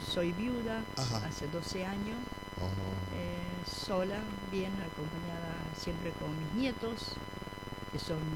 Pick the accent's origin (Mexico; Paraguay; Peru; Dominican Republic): Paraguay; born there; moved away; Yo nací ahí en Paraguay